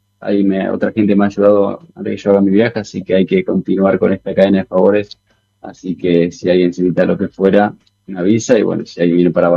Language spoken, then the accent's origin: Spanish; Argentina; acabo de llegar, soy de Argentina